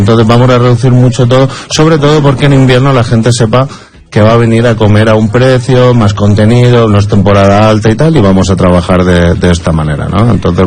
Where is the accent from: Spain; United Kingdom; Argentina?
Spain; evidentemente somos españoles